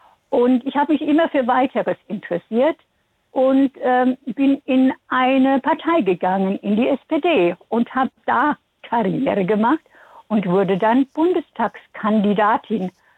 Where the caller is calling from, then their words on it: Karlstadt, Bavaria, Germany; grüß Gott aus Karlstadt